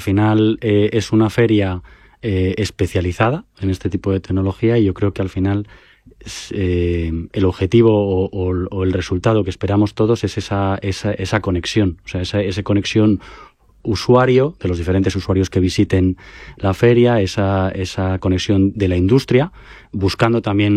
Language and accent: Spanish; Spain